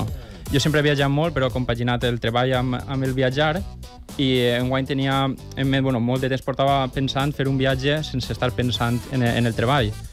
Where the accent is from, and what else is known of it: Benigànim, Valencian Community, Spain